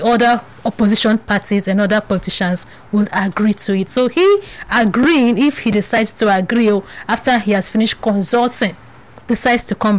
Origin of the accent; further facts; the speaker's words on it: Nigeria; as a Nigerian, I expect him to come back.